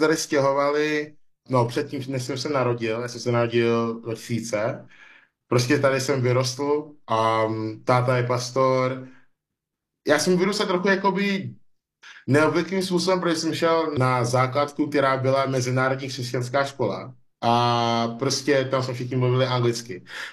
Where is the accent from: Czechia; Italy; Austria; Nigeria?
Nigeria; now in Czech Republic; nejenom, že jsem z Nigérie a člověk z Nigérie žije v České republice